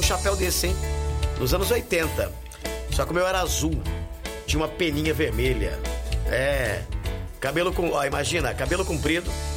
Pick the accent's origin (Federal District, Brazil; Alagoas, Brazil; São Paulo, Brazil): São Paulo, Brazil; Descalvado; Descalvado, tá? Minha terra querida, madre inesquecível.